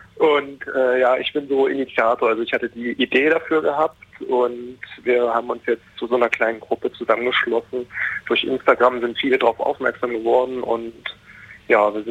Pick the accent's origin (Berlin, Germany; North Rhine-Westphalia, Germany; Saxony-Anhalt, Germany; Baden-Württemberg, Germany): Saxony-Anhalt, Germany; Bitterfeld-Wolfen; wir kommen aus Bitterfeld-Wolfen